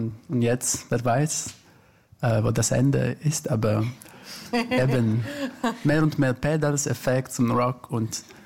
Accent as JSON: {"language": "German", "country": "Italy", "accent": "Swiss German", "moved": "yes", "said": "Jetzt rede ich auch Schweizerdeutsch, aber ich bin Italiener"}